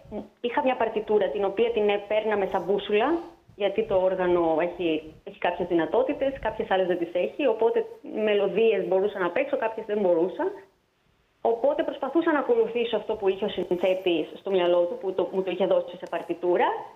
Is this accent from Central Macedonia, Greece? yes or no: yes; Thessaloniki, Central Macedonia, Greece; born there; moved away as an adult; also born or lived in Italy; Μετά πήγα στο μουσικό γυμνάσιο και λύκειο της Θεσσαλονίκης. Οπότε είχα να κάνω με μουσική από πολύ μικρή. Έφυγα στην Ιταλία για να σπουδάσω μουσικολογία.